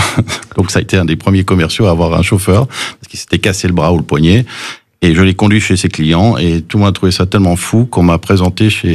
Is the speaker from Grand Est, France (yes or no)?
yes; Nancy, Grand Est, France; French is a second language; also born or lived in California, United States / Lunéville; Alors, je suis né aux États-Unis de père américain et de mère française. Et je suis arrivé de Californie à 8 ans. Je ne parlais pas un mot de français.